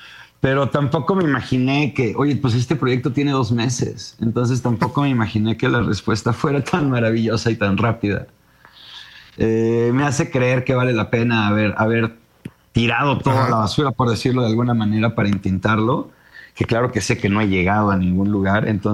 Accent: Mexico

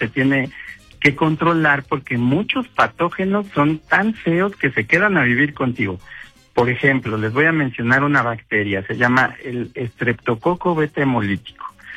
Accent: Tenango del Valle, State of Mexico, Mexico; el bello municipio de Tenango del Valle, de donde soy originario.

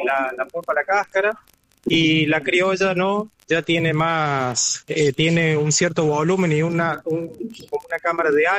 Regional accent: Quilino, Córdoba, Argentina

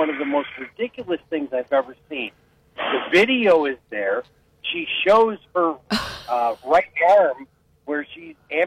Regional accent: Wickliffe, Ohio, United States; And so many friends that I had in Willowick. I grew up in Wickliffe.

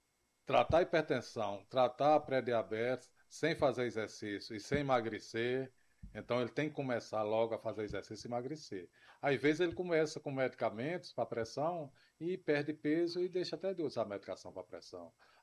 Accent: Rio Grande do Norte, Brazil; born there; moved away; eu era criança e ele era médico lá em Alexandria.

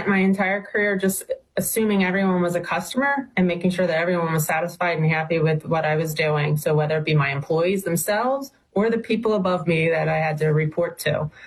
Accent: Washington Township, New Jersey, United States; I'm from Washington Township in a small little area called Mango Court is where I grew up.

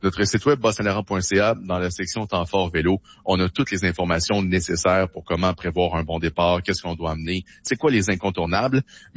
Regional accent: Quebec, Canada; On a toutes les expériences possibles chez nous au Bas-Saint-Laurent.

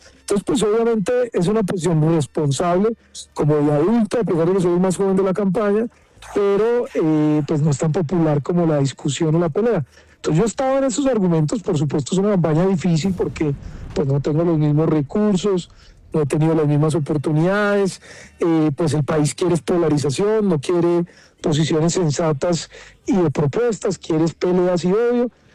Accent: Caldas, Colombia; La gente pues en Caldas, de donde yo soy, pues la verdad, hermano, muy querida conmigo, muy afectuosos.

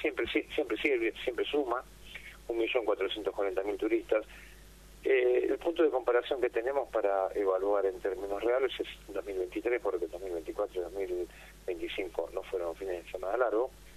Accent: Moreno, Buenos Aires Province, Argentina; yo soy de provincia de Buenos Aires, de Moreno.

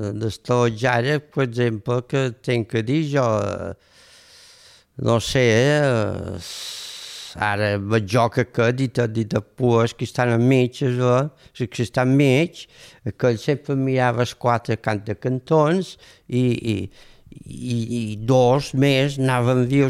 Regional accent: Ferreries, Balearic Islands, Spain; born or raised there

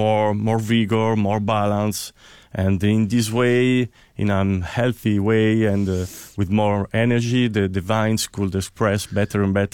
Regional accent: Bordeaux, Nouvelle-Aquitaine, France; also born or lived in Tuscany, Italy; now in Bolgheri, Italy; Not in this part of Tuscany, in the middle of Tuscany, between Florence and Arezzo. And then I moved when I was young in Bordeaux for 18 years. And now I come back in Tuscany, but not the same region of Tuscany.

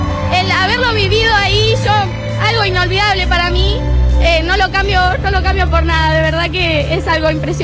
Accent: Argentina; el poder estar acá en mi país con mi familia

